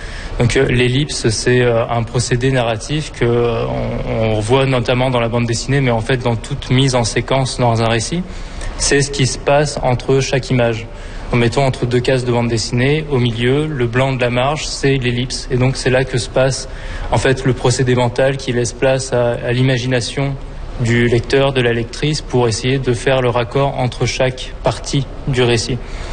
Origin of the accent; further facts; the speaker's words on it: Antibes, Provence-Alpes-Côte d'Azur, France; moved away as an adult; now in Quebec, Canada; je viens d'Antibes, c'est proche de Nice, sur la Côte d'Azur, en France. C'est à la frontière italienne.